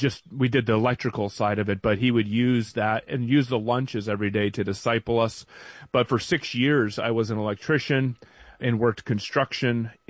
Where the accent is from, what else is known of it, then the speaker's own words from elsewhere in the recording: South Carolina, United States; because where I grew up in South Carolina, when we talked about diversity, it was just primarily, you know, Caucasian and Black, and that was it.